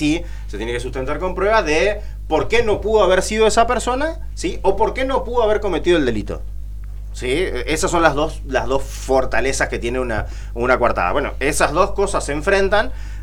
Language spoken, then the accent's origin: Spanish; Argentina